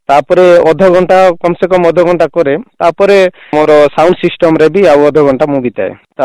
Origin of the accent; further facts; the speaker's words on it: Koraput, Odisha, India; accent: Koraputia; first language Koraputia (Desia); Odia is a second language; ଆମର ନିଜ ଲାଙ୍ଗୁଏଜ, ମଦର ଲାଙ୍ଗୁଏଜ ଟା ହଉଛି ଆମର କୋରାପୁଟିଆ। ଆମେ ଓଡ଼ିଆ କହିଲେ ବି ଆମର ହଉଛି ମଦର ଲାଙ୍ଗୁଏଜ ଟା ହଉଛି ଆମର କୋରାପୁଟିଆ ନା।